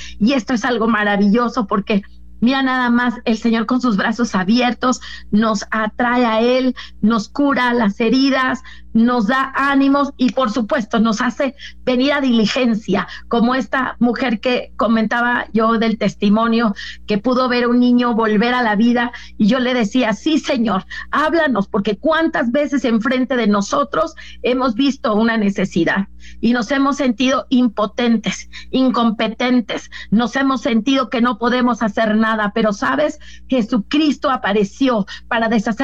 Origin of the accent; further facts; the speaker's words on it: Mexico; ya sabes cómo somos los latinos, ¿verdad? Los mexicanos